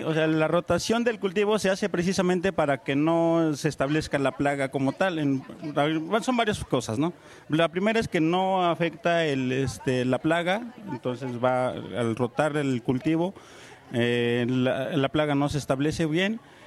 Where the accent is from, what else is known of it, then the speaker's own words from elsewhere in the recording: Magdalena Petlacalco, Mexico City, Mexico; vengo del poblado de Magdalena Petlacalco, Tlalpan, Ciudad de México.